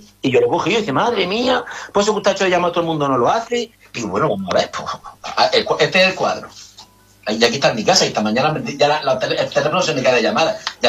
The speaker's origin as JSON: {"language": "Spanish", "town": "Murcia", "region": "Region of Murcia", "country": "Spain", "said": "yo soy de Murcia, ¿vale?"}